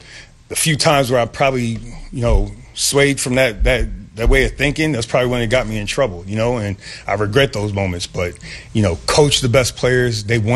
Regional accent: Waterbury, Connecticut, United States; here I'm a kid from Waterbury, Connecticut

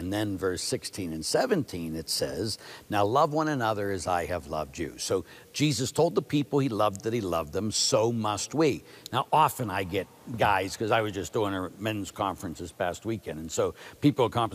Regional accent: Ireland; Or Father, I'm Irish, we do it when we're drunk.

